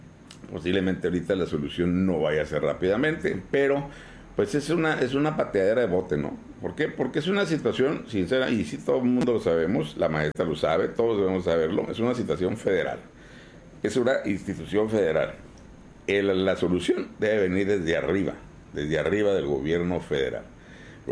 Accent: Baja California, Mexico; porque todos somos residentes del Valle de Mexicali

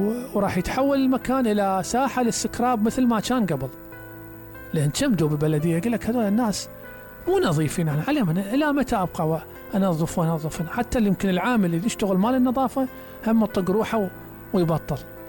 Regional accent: Iraq; احنا نقول انه احنا عراقيين بصاروة

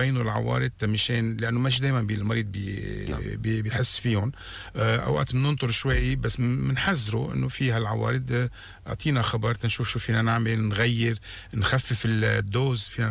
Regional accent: Lebanon; عندنا بلبنان

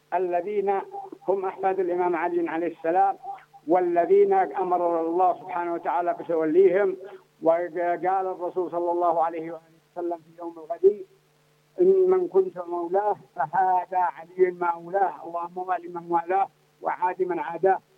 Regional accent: Yemen; عندنا في اليمن

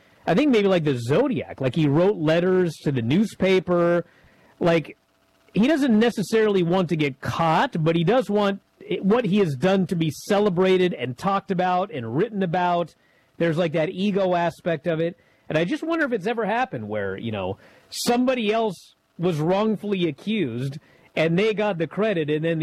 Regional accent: Washington, United States; in my home state. In Auburn

